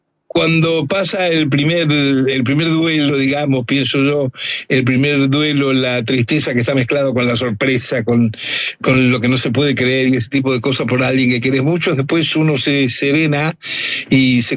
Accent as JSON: {"language": "Spanish", "town": "Rosario", "region": "Santa Fe", "country": "Argentina", "moved": "yes", "said": "en mi ciudad de origen, en Rosario"}